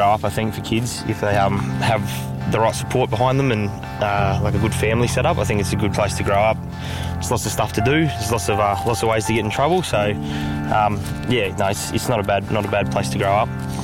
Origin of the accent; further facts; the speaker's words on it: Alice Springs, Northern Territory, Australia; born there; also born or lived in Adelaide; I was born here in Alice Springs.